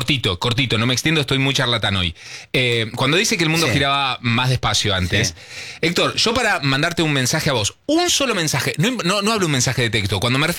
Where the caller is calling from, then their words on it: General Roca, Río Negro, Argentina; Hola, Marito … de General Roca, Río Negro.